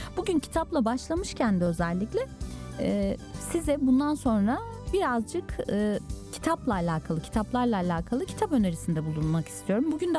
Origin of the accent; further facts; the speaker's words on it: Adana, Turkey; moved away; Adana'mla, memleketimle.